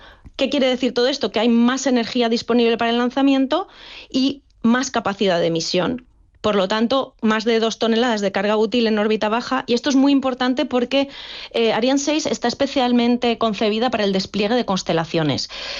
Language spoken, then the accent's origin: Spanish; Valencian Community, Spain; No sé, yo soy valenciana, ¿no?, y en el caso de la Dana, esos satélites sirvieron para hacer un seguimiento de inundaciones.